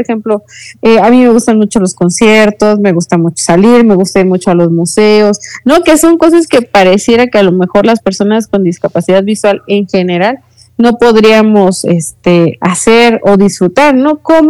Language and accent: Spanish; Mexico; asumirme como una mujer mexicana con discapacidad visual. Me gusta mucho decir que soy mexicana